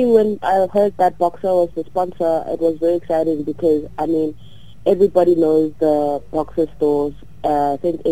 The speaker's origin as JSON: {"language": "English", "town": "Pretoria", "region": "Gauteng", "country": "South Africa", "moved": "as an adult", "lives_now": "Johannesburg, South Africa", "said": "I'm 31 years old. I'm from Pretoria, but I currently reside in Johannesburg."}